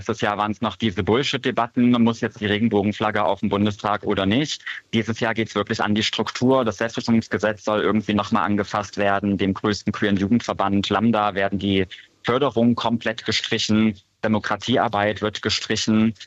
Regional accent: Wittenberg, Saxony-Anhalt, Germany; Schirmherrin des CSD Lutherstadt Wittenberg zu sein, in meiner Heimatstadt.

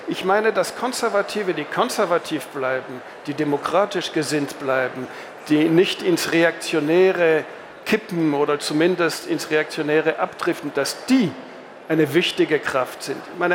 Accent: Switzerland; bin ja Schweizer

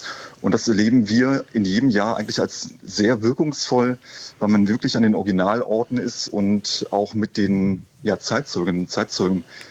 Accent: Potsdam, Brandenburg, Germany; Ja, ich bin 1983 in Potsdam geboren und lebte also auch lange Zeit ganz nah entlang des der Mauer zu Berlin

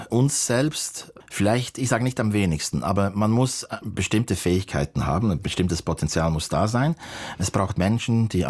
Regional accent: Bern, Switzerland; moved away; Ich bin da im Berner Oberland aufgewachsen. Das war damals und dort möglich. Quasi auf dem Land konnte man irgendwie leben

